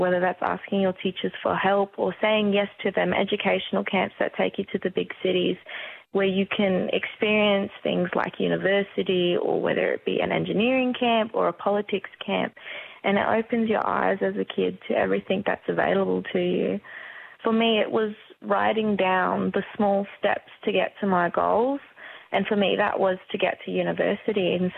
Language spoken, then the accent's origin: English; Broome, Western Australia, Australia; also born or lived in Perth; I grew up in Broome for a large portion of my life. After I was born in Boorloo, Perth, we made the very big journey up the coast of WA, and I spent from pre-primary all the way up to about year 8 there.